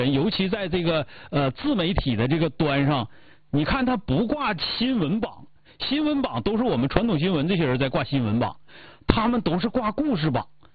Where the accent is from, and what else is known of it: China